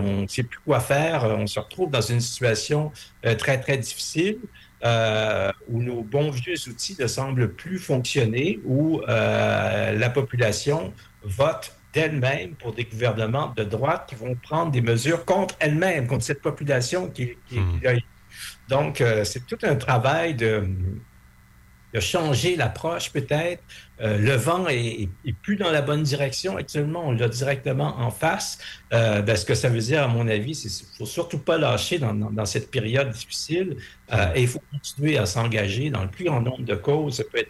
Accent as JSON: {"language": "French", "region": "Quebec", "country": "Canada"}